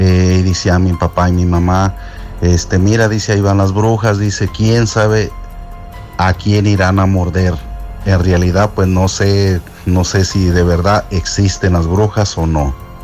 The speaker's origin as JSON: {"language": "Spanish", "area": "Morelia", "region": "Michoacán", "country": "Mexico", "tie": "born or raised there", "said": "Yo soy del estado de Morelia, Michoacán. Vivíamos en un ranchito lejos de ahí de la ciudad."}